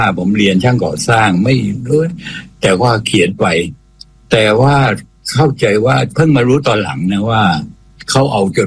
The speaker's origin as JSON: {"language": "Thai", "region": "Nakhon Si Thammarat", "country": "Thailand", "tie": "born or raised there", "said": "ครับบ้านเกิดเนี่ยนครศรีธรรมราชนะฮะ"}